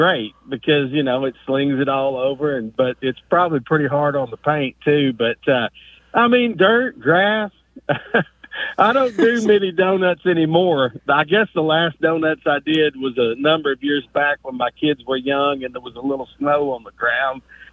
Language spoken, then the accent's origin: English; Kentucky, United States; Quick backstory, growing up in the South.